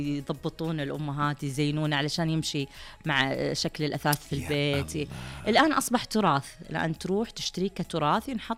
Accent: Saudi Arabia

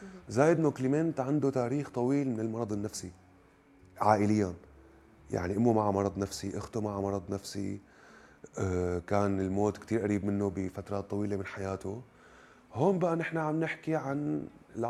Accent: Syria; بتعرفي احنا كسوريين عم نموت جوع

